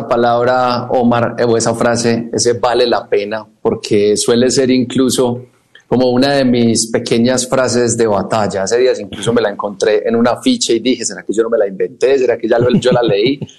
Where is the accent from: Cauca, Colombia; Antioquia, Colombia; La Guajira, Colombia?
Antioquia, Colombia; Medellín; desde mi tierrita, desde Medellín, Colombia